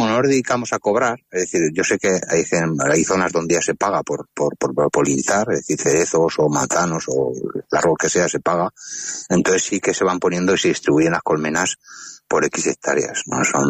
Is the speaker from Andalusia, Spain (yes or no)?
no; Molina de Aragón, Castilla-La Mancha, Spain; Buenos días, sí, soy de Molina de Aragón.